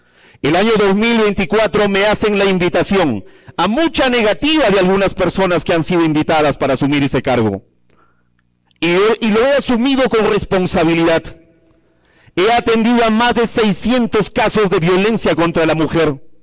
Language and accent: Spanish; Ayacucho, Peru; Yo defiendo a mi pueblo, a mi tierra, Parinacochas